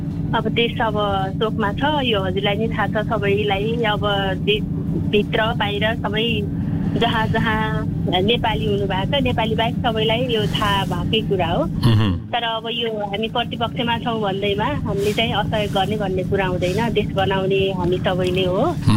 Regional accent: Baglung, Gandaki Province, Nepal

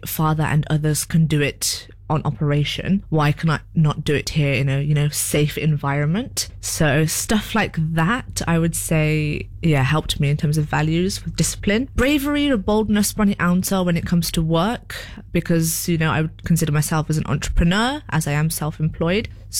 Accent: United Kingdom; born there; I'm a British born Nepali.

